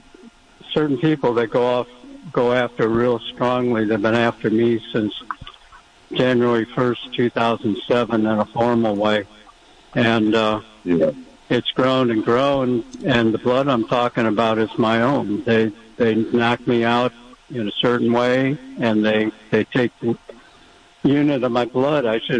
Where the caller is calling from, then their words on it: San Diego, California, United States; San Diego.